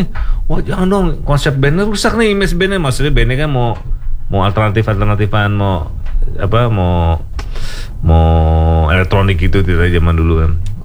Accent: Jakarta, Indonesia; born there; Gue sih emang orang Jawa, bapak ibu gue Jawa. Jadi, ibu Solo, bapak Jember. Cuma gue lahir di Jakarta, jadi Betawi, jadi Betokau gitu.

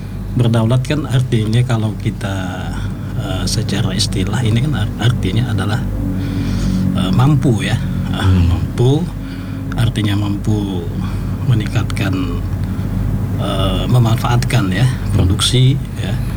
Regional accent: Sambas, West Kalimantan, Indonesia; Aslinya saya dari Sambas memang, yaitu tepatnya di Desa Tempatan.

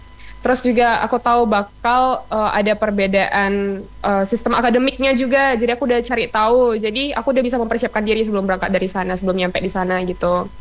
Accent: Indonesia; moved away; also born or lived in Canada

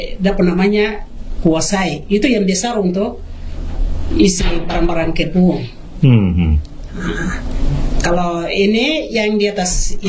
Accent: Southwest Papua, Indonesia; Kalau noken ini budaya kami suku Moi. Ini untuk suku Moi ini noken.

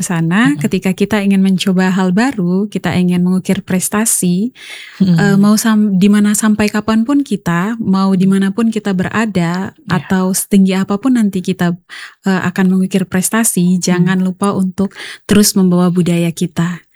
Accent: Papua, Indonesia; bahwa kami memang dari Papua itu siap untuk menyambut teman-teman dari luar Papua

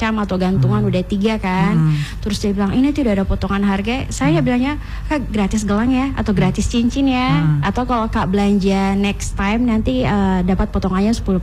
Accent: Gorontalo, Indonesia; kita ya, orang Gorontalo kan

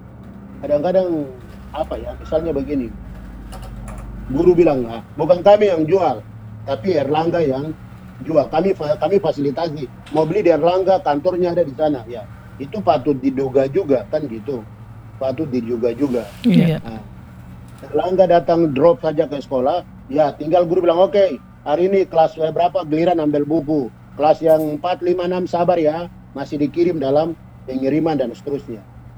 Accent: Sorong, Southwest Papua, Indonesia; Saya jalan pagi, saya tinggal di Perumnas ya. Saya orang tugas di Manokwari, tapi saya warga Sorong. Nah, jadi saya tinggal di Perumnas

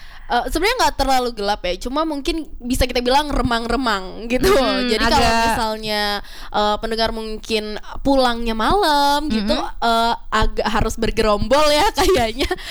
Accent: Purwokerto, Central Java, Indonesia; dari Purwokerto.

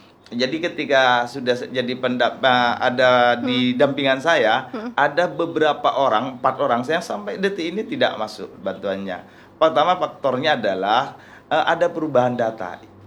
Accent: Sampang, Madura, East Java, Indonesia; di desa saya, di dampingan saya dulu waktu di Kedungdung di Pelenggan

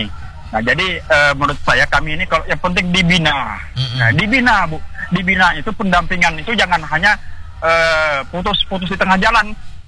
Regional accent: East Kalimantan, Indonesia; kami orang Dayak

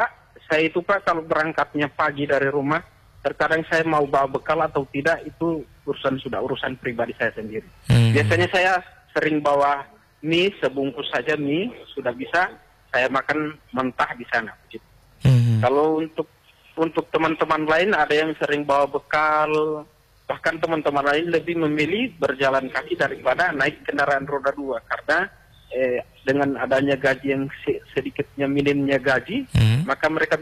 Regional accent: Gorontalo, Indonesia; saya juga kan asalnya dari desa Molotabu, kemudian 100% itu di daerah terpencil di Waolo itu keluarga saya semua

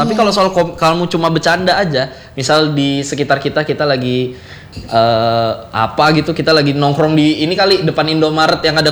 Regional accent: Tenggarong, East Kalimantan, Indonesia; Dari 2014 sebenarnya aku nyobain ada stand up komedi Tenggarong. Aku dari Tenggarong masalahnya sebenarnya.

